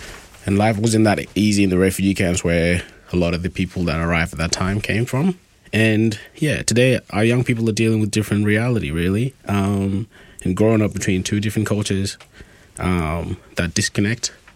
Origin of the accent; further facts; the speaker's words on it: Australia; also born or lived in South Sudan; I reflect on myself as a South Sudanese, but I'm also Australian, and I'm a proud Australian also.